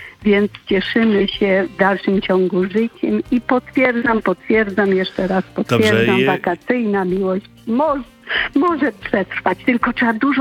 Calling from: Lower Silesian Voivodeship, Poland; On z Górnego Śląska, ja z Dolnego Śląska.

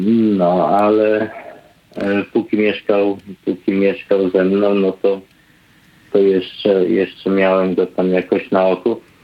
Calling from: Netherlands; dzwonię z Holandii

